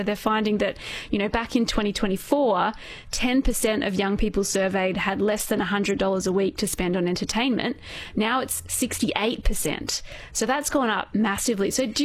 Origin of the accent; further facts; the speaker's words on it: Victoria, Australia; I went to that when I was growing up in Gippsland.